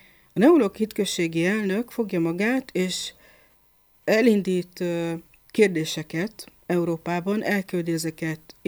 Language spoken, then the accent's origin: Hungarian; Pápa, Veszprém County, Hungary; mivel pápai vagyok, ugye pápához húz a szívem